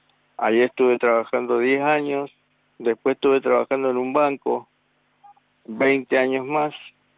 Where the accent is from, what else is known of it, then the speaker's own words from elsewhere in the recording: Guaymallén, Mendoza, Argentina; siempre nací acá en Mendoza y acá estoy.